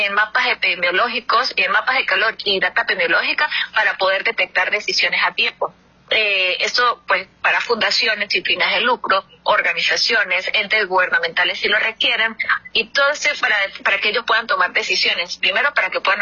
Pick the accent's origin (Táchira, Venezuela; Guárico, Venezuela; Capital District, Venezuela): Táchira, Venezuela; nosotros somos del estado de Táchira